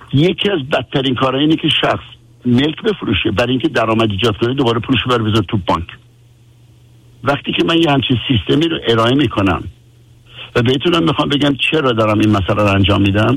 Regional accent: Iran; به عنوان یک ایرانی

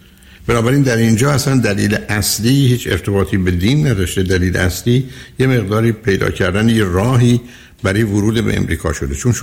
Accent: Iran; ما مردم ایران

